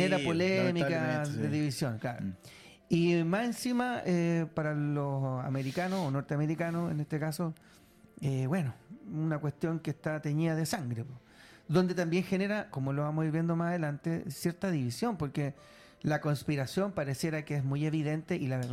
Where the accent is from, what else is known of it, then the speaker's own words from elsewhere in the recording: Chile; para nosotros como chilenos coincide con una fecha emblemática.